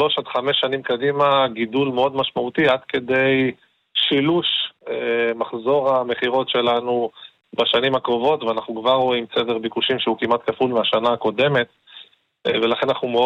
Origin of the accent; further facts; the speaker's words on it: Northern District, Israel; אני צפוני, גדלתי בצפון, בחרתי להקים ולבנות את הבית בצפון